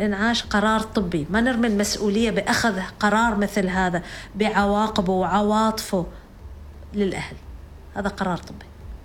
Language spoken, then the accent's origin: Arabic; Oman; هنبدأ نعرف وراثتنا إحنا كعمانيين كيف، الوراثة العربية والوراثة العمانية بالذات، لأن إحنا عندنا تزاوج كبير من الأهل،